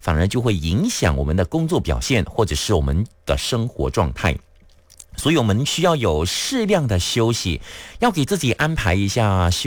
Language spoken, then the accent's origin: Chinese; Guangdong, China; accent: Cantonese; 我们广东话说拉准摇啊